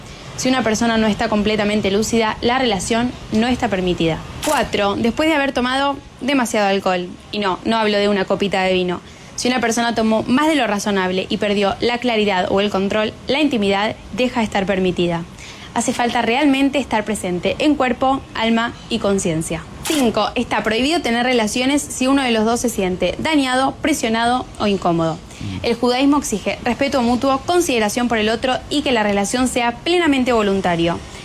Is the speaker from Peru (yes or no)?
no; Argentina; now in Israel; comparto sobre judaísmo, explicado fácil y cómo es vivir en Israel siendo argentina.